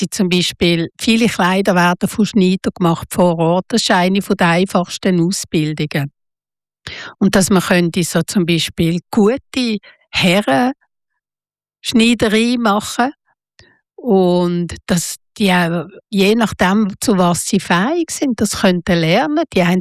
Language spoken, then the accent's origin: German; Basel, Basel-Stadt, Switzerland; Das war so eine Jugendhauszeit und ich bin in Basel aufgewachsen, oder?